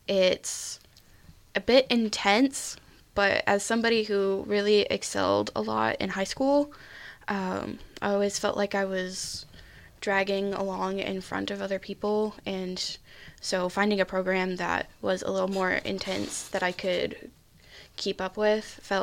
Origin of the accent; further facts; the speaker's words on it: Bowling Green, United States; moved away as an adult; my hometown than what I was looking at originally, because I come from Bowling Green area.